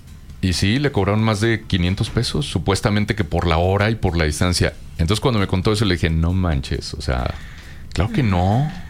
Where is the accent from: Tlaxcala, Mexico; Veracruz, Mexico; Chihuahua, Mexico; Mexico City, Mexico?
Chihuahua, Mexico; Ciudad Juárez; born there; en Juárez yo veía la tele gringa que aparecía en los canales abiertos